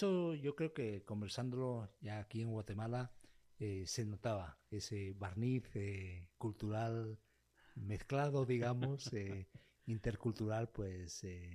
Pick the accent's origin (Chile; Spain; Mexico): Spain; accent: Spanish; Más o menos, aunque siempre con el acento español y esas cosas, pero poco a poco me fui integrando y conociendo la cultura.